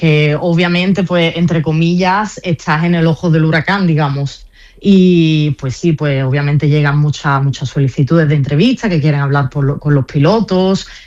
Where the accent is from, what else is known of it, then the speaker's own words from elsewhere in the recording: Spain; accent: Spanish; now in Italy; Cuando estoy aquí en Italia me dicen que tengo acento español